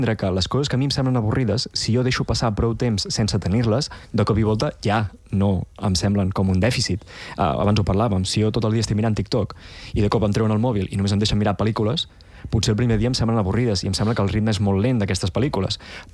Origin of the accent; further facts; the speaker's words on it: Olot, Catalonia, Spain; si jo necessito anar a Barcelona i sóc d'Olot